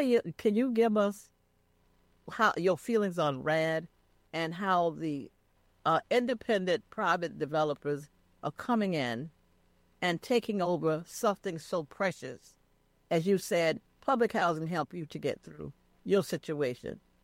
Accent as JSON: {"language": "English", "region": "the South", "country": "United States", "moved": "yes", "lives_now": "New York, United States", "said": "I'm from the South as well."}